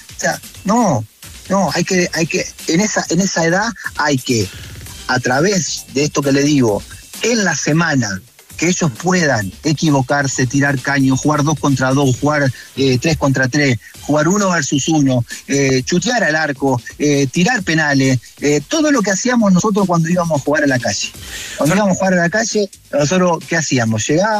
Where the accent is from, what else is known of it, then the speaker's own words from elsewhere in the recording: Argentina; Discúlpeme, pero soy argentino, discúlpeme.